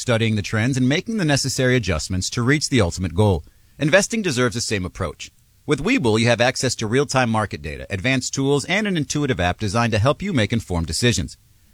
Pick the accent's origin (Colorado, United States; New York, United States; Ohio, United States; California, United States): New York, United States; born there; Again, I was born in New York.